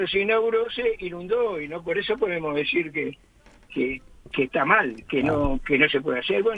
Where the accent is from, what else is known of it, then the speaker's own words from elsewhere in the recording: Montevideo, Uruguay; also born or lived in La Teja, Montevideo; soy de Pueblo Victoria.